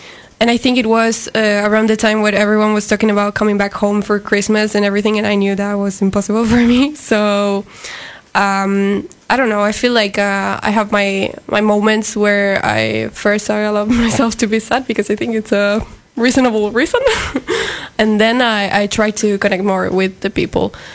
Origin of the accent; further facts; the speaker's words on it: Argentina; English is a second language; I'm from Argentina.